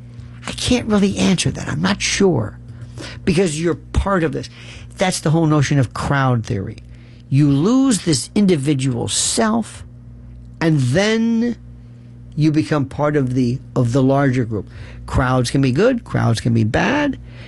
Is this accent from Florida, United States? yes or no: yes; Florida, United States; growing up in Florida